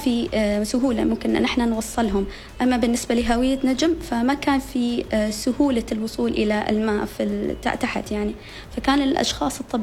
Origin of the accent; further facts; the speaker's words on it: Oman; نحن كشعب عماني عندنا التقاليد والثقافة شيء أساسي.